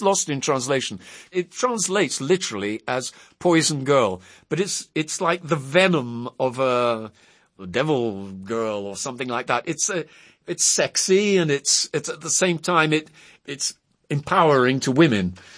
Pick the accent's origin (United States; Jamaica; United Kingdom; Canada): United Kingdom; England; I, as an Englishman, I loved puns.